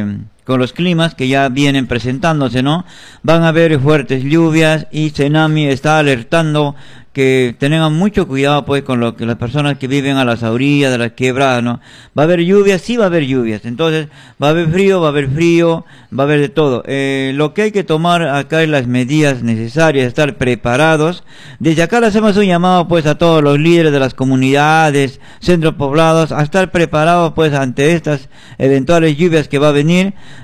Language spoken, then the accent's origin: Spanish; Peru; Esto nos hace quedar mal como peruanos